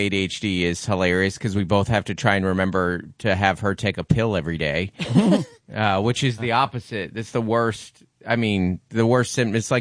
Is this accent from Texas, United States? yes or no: no; Seattle, Washington, United States; Growing up in Seattle, I was like 20 years old and married and just like a rainy, dark road.